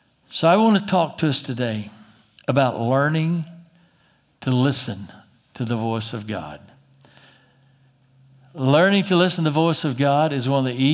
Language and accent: English; Plano, Texas, United States; I grew up in Plano, so I can talk about us. But Plano people are different.